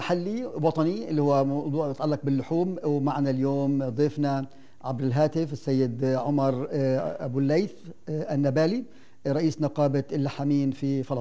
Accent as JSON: {"language": "Arabic", "country": "Palestine", "said": "عندنا بفلسطين"}